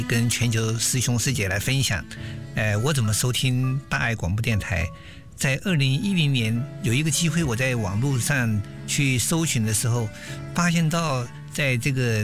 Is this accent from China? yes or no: no; Burnaby, British Columbia, Canada; 我来自加拿大本来比区。